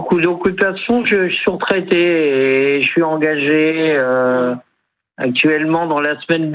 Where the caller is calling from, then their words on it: Reims, Grand Est, France; Oui, je suis à Reims, oui.